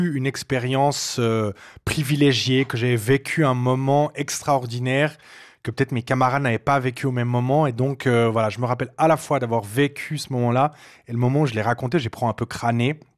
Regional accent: Fribourg, Switzerland; vous avez dit avant que j'ai grandi à Fribourg. Alors, ce qu'il faut savoir, c'est qu'à Fribourg, on ne parle pas très, très bien.

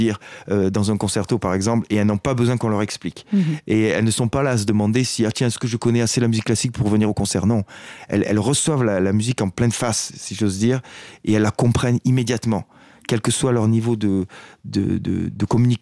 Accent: Occitanie, France; Donc moi je suis des Hautes-Pyrénées, donc c'est un endroit c'est l'endroit où je suis né et où j'habite encore aujourd'hui d'ailleurs

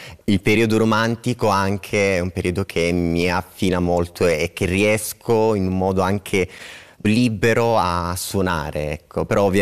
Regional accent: Cosenza, Calabria, Italy; moved away as an adult; now in Switzerland; io vengo da Cosenza, ho 24 anni

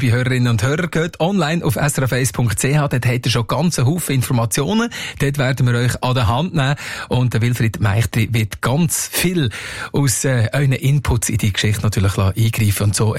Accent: Valais, Switzerland; Jetzt kommen wir beide aus dem Wallis

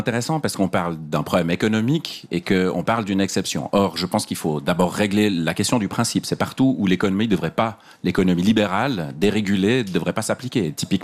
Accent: Switzerland; C'est que probablement que c'est une question qu'on se pose en tant que Suisse.

